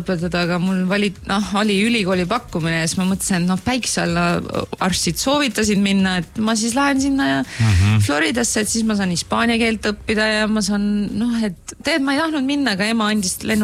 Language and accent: Estonian; Tallinn, Harju County, Estonia; now in Miami, United States; ma olen Meriväljalt merineitsina